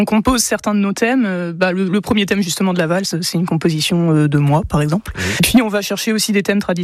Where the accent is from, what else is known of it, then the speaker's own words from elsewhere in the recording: Normandy, France; now in Brittany, France; Non, je viens de Normandie, oui, à la base.